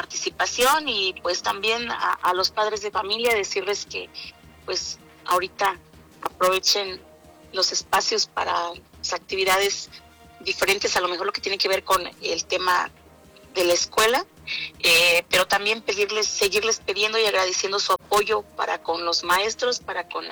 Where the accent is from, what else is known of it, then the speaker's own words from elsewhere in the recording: Oaxaca, Mexico; como oaxaqueños no nos permitimos disfrutar de lo nuestro